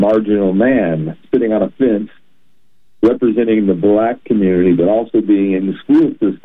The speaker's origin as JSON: {"language": "English", "town": "Berkeley", "region": "California", "country": "United States", "said": "Well, what happened to me was I was from Berkeley, California."}